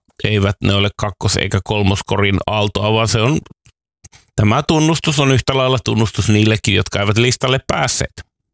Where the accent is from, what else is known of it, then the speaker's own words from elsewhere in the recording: Raahe, North Ostrobothnia, Finland; Raahesta, josta mä oon kotoisin, niin se oli vähemmän.